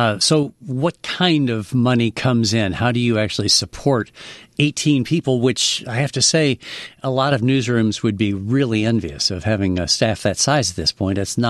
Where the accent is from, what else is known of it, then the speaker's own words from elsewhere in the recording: South Dakota, United States; even in my home state of South Dakota